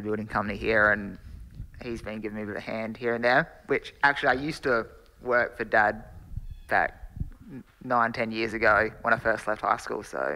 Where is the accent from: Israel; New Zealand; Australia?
Australia; Wilmington, South Australia; also born or lived in Booleroo; so I was born in Boolaroo, actually, so just down the road, and Mum and Dad had a place here in town, so lived here until I was about 14, 15, and then moved out to a farm